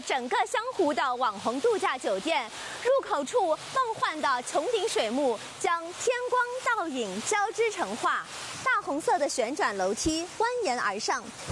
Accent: Shanghai, China; 我们上海人呢，一般去杭州跑西湖，

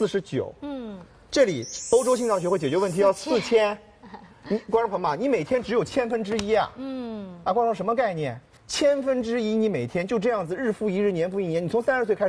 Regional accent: Shanghai, China; 咱们上海人浓油赤酱，从小吃到大的。

